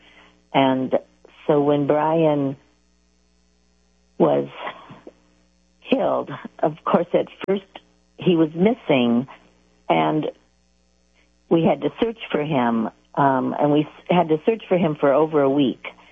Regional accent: Seven Hills, Ohio, United States; Well, I grew up in Cleveland, Ohio area. A little town called Seven Hills is where we lived. I'm the second of five children, and I grew up in a Catholic home.

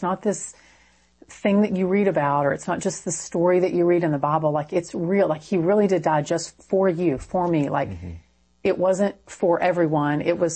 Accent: Texas, United States; So, I'm Texan. So it should have a pronunciation guide in there, but, there's an audio book too, if you want to hear that.

